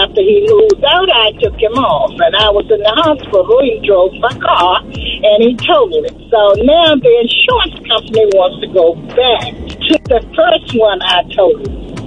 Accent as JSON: {"language": "English", "region": "Virginia", "country": "United States", "said": "I'm from Virginia"}